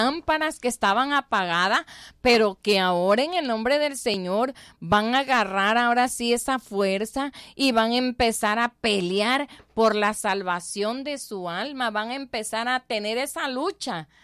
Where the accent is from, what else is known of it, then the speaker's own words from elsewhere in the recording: Tabasco, Mexico; como buena tabasqueña, me gustan mucho los tamales tabasqueños